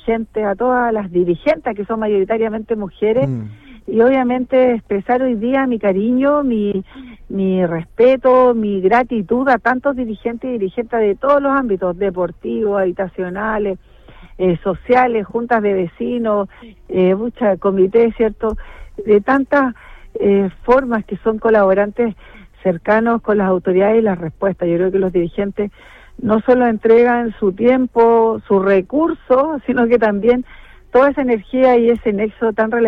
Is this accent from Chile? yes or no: yes; Cabrero, Biobío, Chile; yo nací, fui criada en Cabrero